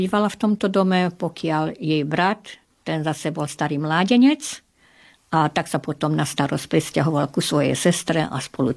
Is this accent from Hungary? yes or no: yes; Hungary; tu v Maďarsku, u nás v Roslani